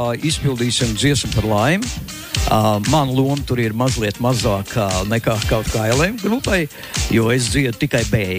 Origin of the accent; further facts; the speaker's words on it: Liepāja, Courland, Latvia; Esmu atpūs no Veinās pilsētas Liepājas.